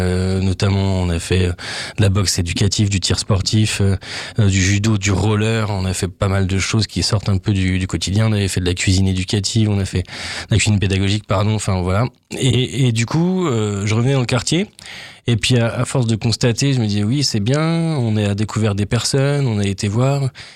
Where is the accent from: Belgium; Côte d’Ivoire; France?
France; Reims, Grand Est; moved away as an adult; also born or lived in Lille; Reims, c'est ma terre natale.